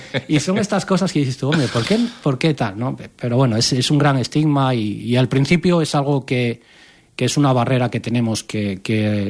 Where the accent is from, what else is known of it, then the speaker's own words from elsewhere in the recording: Asturias, Spain; somos asturianos